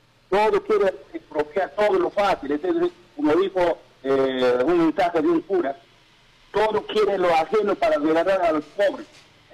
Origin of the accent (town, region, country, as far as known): Peru